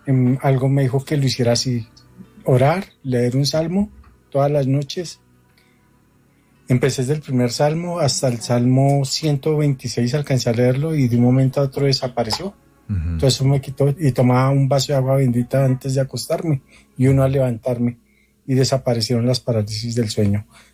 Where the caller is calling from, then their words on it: Zipaquirá, Cundinamarca, Colombia; Desde Zipaquirá